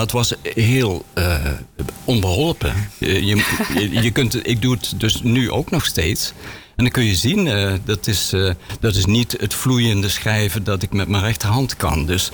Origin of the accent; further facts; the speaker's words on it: Limburg, Netherlands; Jungske zei … ik kom uit Zuid-Limburg, daar ben ik opgegroeid.